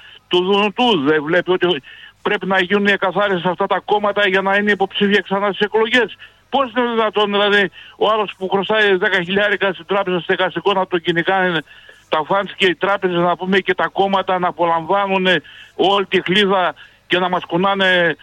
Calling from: Thessaloniki, Central Macedonia, Greece; από Θεσσαλονίκη.

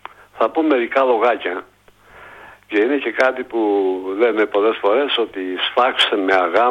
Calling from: Greece

